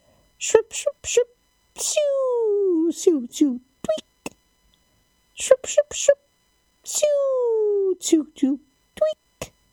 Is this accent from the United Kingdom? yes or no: yes; South West England, United Kingdom; from South Devon.